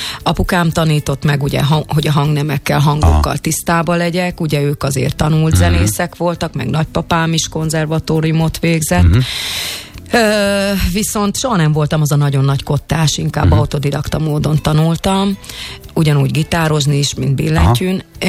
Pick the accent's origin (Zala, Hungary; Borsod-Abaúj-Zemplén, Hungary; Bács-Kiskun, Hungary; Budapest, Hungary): Borsod-Abaúj-Zemplén, Hungary; én egy borsodi kis településről származom